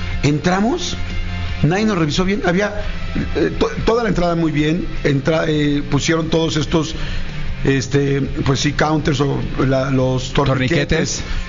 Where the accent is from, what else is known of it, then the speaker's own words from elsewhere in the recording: Mexico City, Mexico; A ver, yo soy